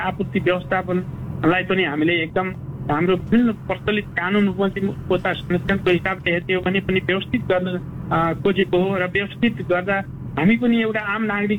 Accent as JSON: {"language": "Nepali", "area": "Baitadi", "region": "Sudurpashchim Province", "country": "Nepal", "moved": "yes", "lives_now": "Kathmandu, Nepal", "said": "म सुदूरपश्चिम बैतडी हो सर, जन्म काठमाडौँमा त अस्थायी रूपमा मात्रै हो।"}